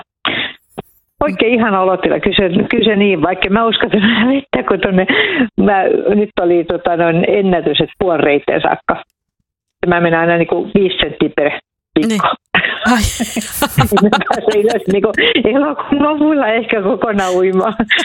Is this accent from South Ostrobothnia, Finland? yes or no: no; Vihti, Uusimaa, Finland